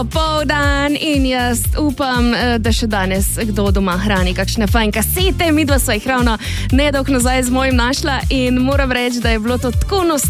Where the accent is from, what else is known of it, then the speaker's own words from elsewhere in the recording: Krško, Lower Sava, Slovenia; mi smo imeli v Krškem, ker sem načelom iz Krškega, eno prav posebno trgovino